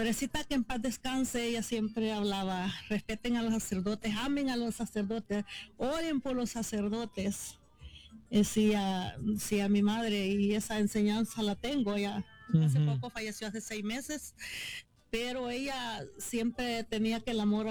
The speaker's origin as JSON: {"language": "Spanish", "country": "El Salvador", "tie": "born or raised there", "moved": "yes", "said": "me acuerdo en mi país, en El Salvador"}